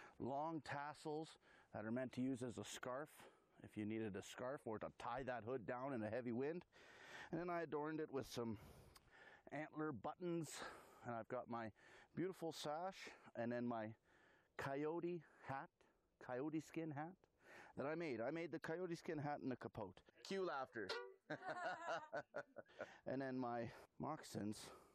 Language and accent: English; Meadow Lake, Saskatchewan, Canada; I'm from Meadow Lake, Saskatchewan, and this is a fiddle.